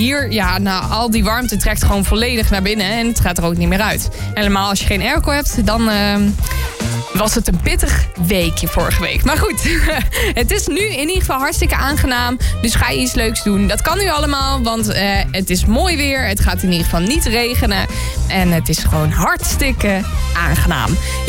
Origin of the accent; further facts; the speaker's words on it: Netherlands; als Nederlanders